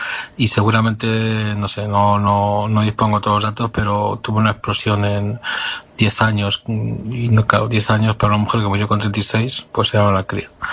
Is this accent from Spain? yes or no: yes; Madrid, Community of Madrid, Spain